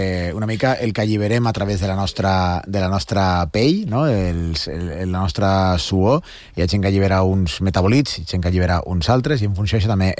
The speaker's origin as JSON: {"language": "Catalan", "town": "Faura", "region": "Valencian Community", "country": "Spain", "said": "soc de València."}